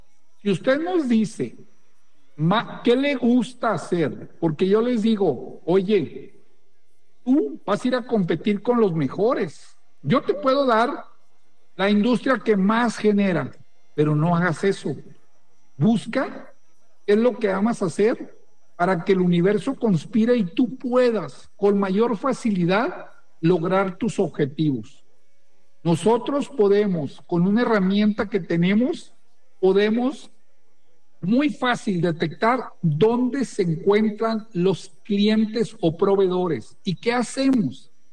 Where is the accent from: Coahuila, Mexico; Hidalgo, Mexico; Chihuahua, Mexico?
Coahuila, Mexico; Torreón; Acuérdense que yo soy de Torreón.